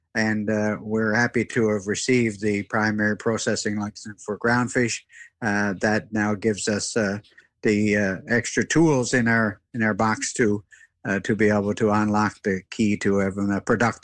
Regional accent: Newfoundland and Labrador, Canada; growing up in the Straits of Belle Isle and in throughout Newfoundland.

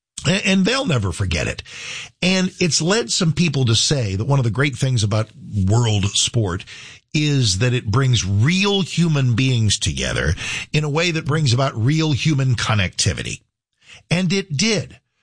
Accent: United States; I'm an American.

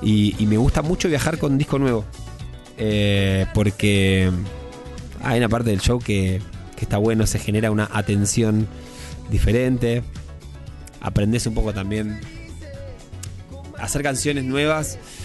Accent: Buenos Aires Province, Argentina; born there; Bueno, nací en capital, pero después al toque ya nos fuimos a vivir a provincia.

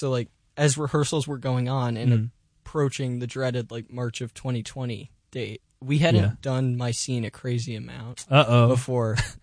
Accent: Goshen, New York, United States; I'm from the Hudson Valley, so a small town called Goshen, New York.

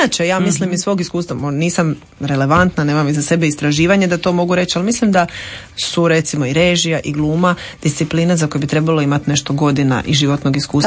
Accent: Zadar, Zadar County, Croatia; accent: Zadar soft L; Zadrani imaju najspecifičnije to meko L. Imamo to L. Imamo to meko L, po kojem smo prepoznatljivi

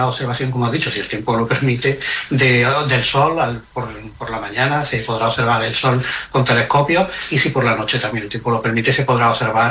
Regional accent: Andalusia, Spain; accent: Andalusian; con nuestro acento andaluz además queda mucho más divertido.

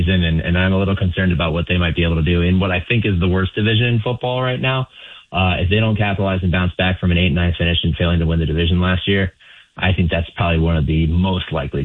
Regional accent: Cleveland, Ohio, United States; growing up in Cleveland, going to a lot of Browns games when I was a kid

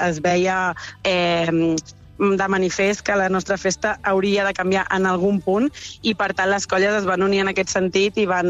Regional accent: Granollers, Catalonia, Spain

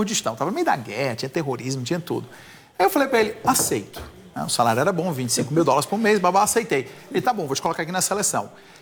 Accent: Ceará, Brazil; Eu sou cearense, tá?

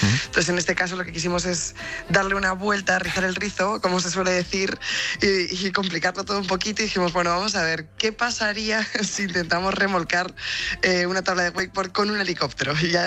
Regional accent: Spain; si somos españoles

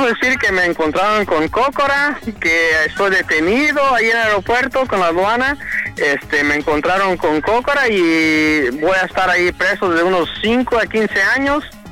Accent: Iguala, Guerrero, Mexico; Ah, soy de Iguala, Guerrero. Son como 3 horas de ahí de Acapulco donde vive él.

